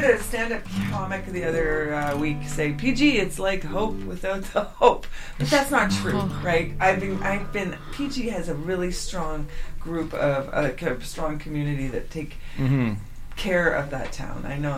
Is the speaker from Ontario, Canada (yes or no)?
no; British Columbia, Canada; I'm from the Kootenays